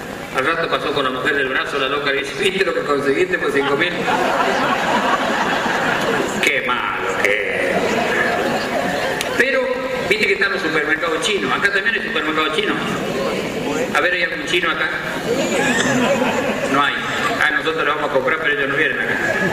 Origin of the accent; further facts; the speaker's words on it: San Francisco, Córdoba, Argentina; Pero bueno, tenemos las historias de mi pueblo. Hay un cuento que me gusta porque es de un viejo de mi pueblo que le gustan las mujeres, la de él y las otras. Nosotros le decimos un pitero, no sé cómo le dicen acá.